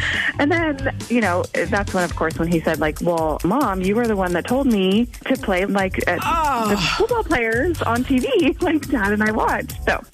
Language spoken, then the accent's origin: English; Madison, United States; Hi, Lynette. … I'm from Madison.